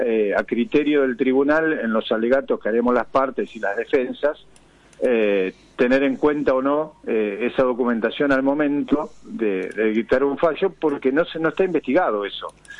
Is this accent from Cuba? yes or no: no; Argentina; Yo como argentino, imagínate, dependiendo de la familia, digo, otra vez, qué papelón.